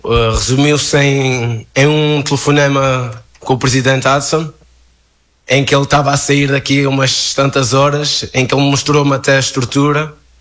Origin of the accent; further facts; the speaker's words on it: Azores, Portugal; born there; moved away; Nasci nos Açores, São Miguel, são umas ilhas em Portugal.